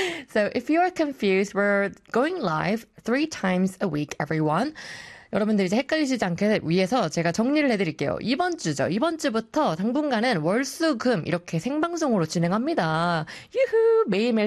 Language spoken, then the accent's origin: Korean; South Korea; 역시 우리는 한국인 피못 속여요, 그죠?